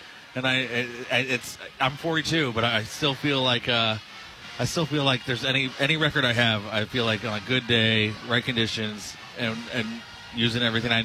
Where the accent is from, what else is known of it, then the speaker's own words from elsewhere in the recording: Vallejo, California, United States; also born or lived in San Jose, California; I grew up in Vallejo, California